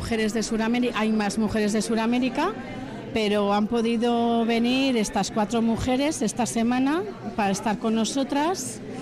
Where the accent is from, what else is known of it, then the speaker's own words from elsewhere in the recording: Vitoria-Gasteiz, Basque Country, Spain; moved away as an adult; now in Ribabellosa, Spain; Soy de capital, de Vitoria, pero llevo ya unos 6 años, además de 6 años, viviendo en Ribabellosa.